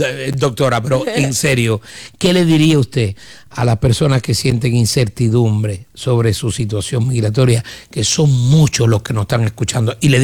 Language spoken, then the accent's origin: Spanish; Cuba; nosotros los cubanos, uh-huh, y me incluyo